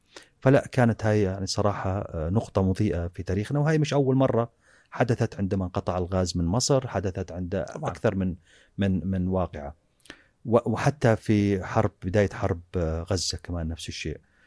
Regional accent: Jordan; وفي نجاحات كبيرة في الملفات أخرى عندنا في الأردن.

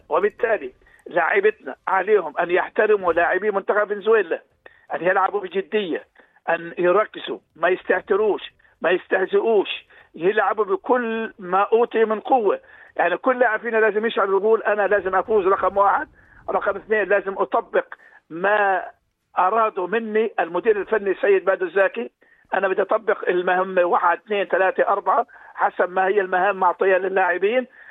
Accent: Jordan; عندنا إحنا في بلدنا الأردن

